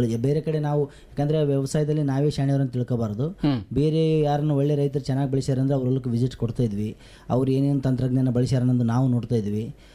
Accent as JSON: {"language": "Kannada", "region": "Karnataka", "country": "India", "said": "ನಮ್ಮದು ಪಲ್ಕಂದೊಡ್ಡಿ ಗ್ರಾಮ. … ನಮ್ಮದು ಪಲ್ಕಂದೊಡ್ಡಿ ಗ್ರಾಮ, ಇಲ್ಲಿ ಎರ್ಮರ್ಸ್ ಕ್ಯಾಂಪ್ ಹತ್ರ ಬರುತ್ತದೆ, ರಾಯಚೂರು ತಾಲೂಕಲ್ಲಿ ಬರುತ್ತದೆ. ನಾವು ಮೂಲತಃ ನಮ್ಮದು ಕೃಷಿ ಕುಟುಂಬ."}